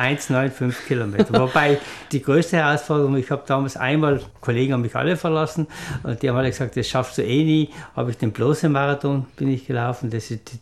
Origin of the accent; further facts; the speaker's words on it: Bolzano, Trentino-Alto Adige, Italy; ich bin auch in Bozen aufgewachsen.